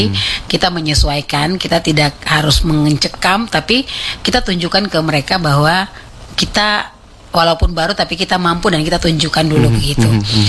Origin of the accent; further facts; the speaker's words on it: Southwest Papua, Indonesia; kami orang Moi